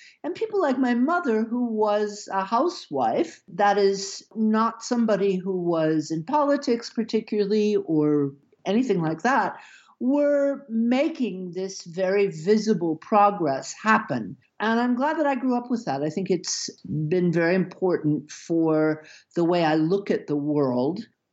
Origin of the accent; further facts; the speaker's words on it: Atlanta, Georgia, United States; born there; So I was born in Atlanta, Georgia in 1955 in the middle of the civil rights movement. But I never really considered myself a Southerner until fairly recently, because my parents had moved from Chicago just before I was born.